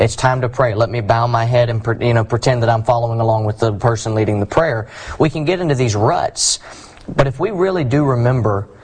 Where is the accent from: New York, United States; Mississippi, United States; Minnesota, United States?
Mississippi, United States; Southaven; now in Somerville, United States; I'm from South Haven, Mississippi. I preach now in the Somerville, Tennessee area, the Somerville Church of Christ, and I've been there going on 3 years this September.